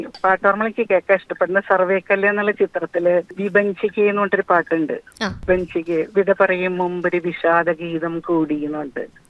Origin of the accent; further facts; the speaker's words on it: Thrissur, Kerala, India; also born or lived in Ernakulam; തൃശ്ശൂർ തന്നെ. ഞാൻ വീടും ഇവിടെയാണ്, തൃശ്ശൂർ തന്നെയാണ്.